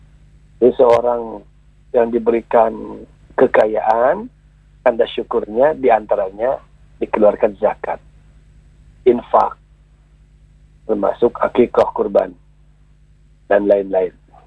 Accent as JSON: {"language": "Indonesian", "region": "West Java", "country": "Indonesia", "said": "Artinya kalau kata orang kita, orang Sunda, ulah jajangkungan."}